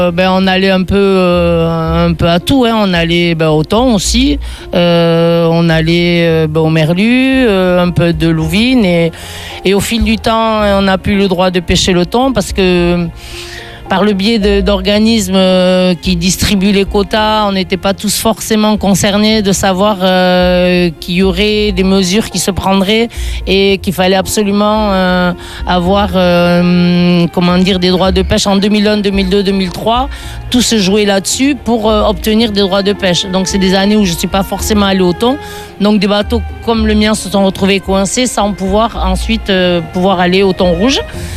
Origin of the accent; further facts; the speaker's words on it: Saint-Jean-de-Luz, Nouvelle-Aquitaine, France; born there; Je suis né ici à Saint-Jean.